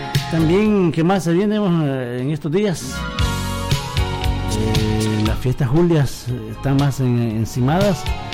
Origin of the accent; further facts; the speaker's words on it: Santa Rosa de Lima, La Unión, El Salvador; la feria de mi pueblo, Santa Rosa de Lima